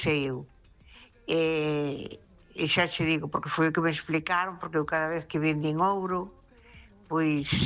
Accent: Ferrol, Galicia, Spain

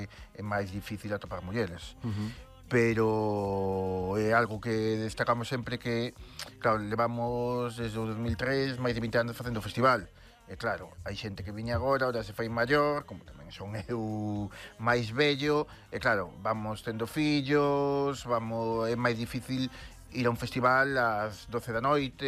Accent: Vilaxoán, Galicia, Spain; E, bueno, somos de Vilaxoán, da Terra das Revenidas, onde se canta moi ben e se bañan as mantidas.

